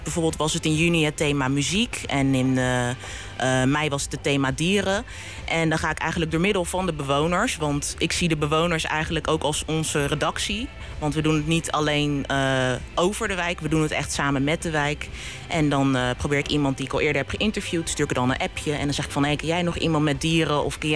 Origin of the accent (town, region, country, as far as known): The Hague, South Holland, Netherlands; born or raised there